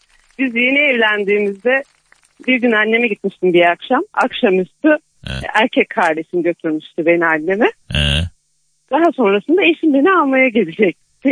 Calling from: İznik, Bursa, Turkey; Bursa İznik'ten arıyorum.

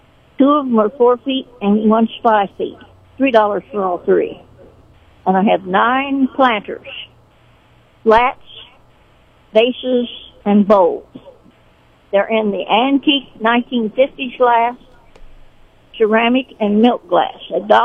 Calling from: Sedalia, Missouri, United States; I'm calling you from Sedalia.

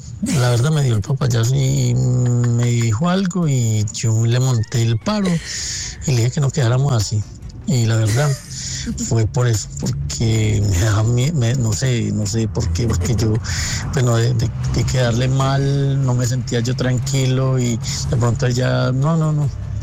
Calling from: Manizales, Caldas, Colombia; Les saludo desde Manizales.

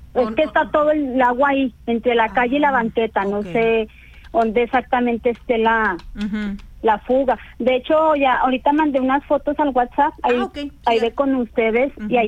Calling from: Coahuila, Mexico

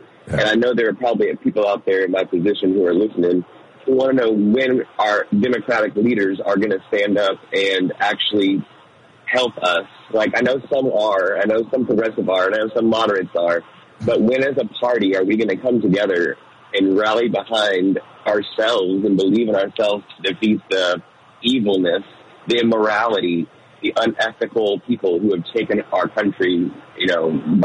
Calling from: Texas, United States; I'm calling from Texas, but I'm not actually living in Texas right now.

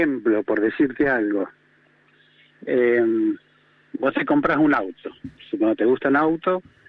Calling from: San Luis, Argentina; de San Luis

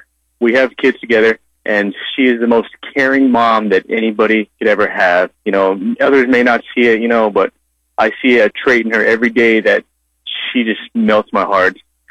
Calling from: Tucson, Arizona, United States; I'm from Tucson, Arizona.

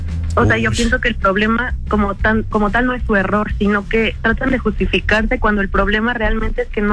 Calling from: Mexico City, Mexico; Desde Coyoacán, la alcaldía Coyoacán.

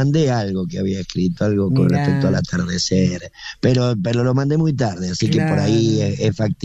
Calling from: Mendoza, Argentina; De Mendoza, Mendoza Capital.

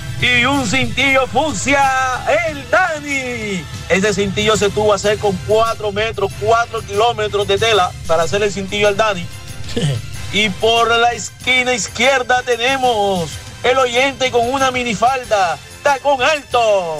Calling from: Barranquilla, Atlántico, Colombia; Me encuentro aquí en la ciudad de Barranquilla

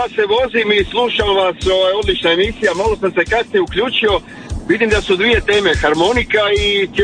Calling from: Istria County, Croatia

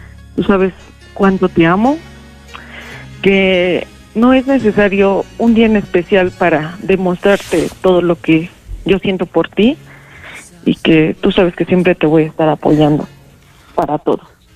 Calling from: Toluca, State of Mexico, Mexico; De aquí, de Toluca.

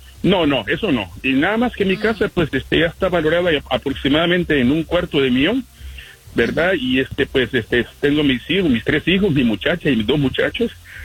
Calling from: Houston, Texas, United States; a todos en la mesa, de Houston.

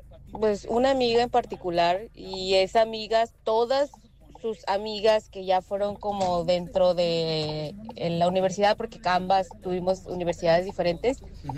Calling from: Tijuana, Baja California, Mexico

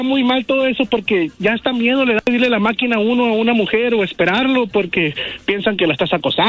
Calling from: Phoenix, Arizona, United States

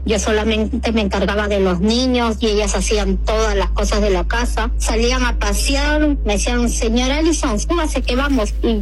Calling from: Peru

